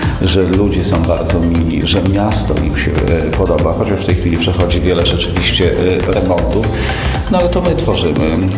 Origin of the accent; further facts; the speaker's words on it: Łomża, Podlaskie Voivodeship, Poland; Mówię, że jestem z Łomży, nie mówiąc nic.